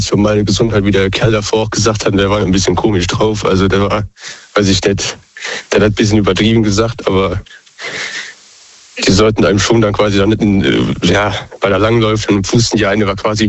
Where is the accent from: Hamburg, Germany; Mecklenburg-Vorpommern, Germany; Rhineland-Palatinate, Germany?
Rhineland-Palatinate, Germany; Ich komme aus Westerwald.